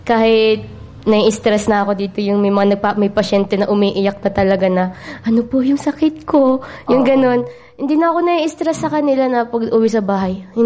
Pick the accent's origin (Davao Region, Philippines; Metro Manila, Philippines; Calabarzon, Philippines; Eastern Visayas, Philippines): Calabarzon, Philippines; Lucban, Quezon; mula sa Lokman, Quezon, Barangay Ayuti.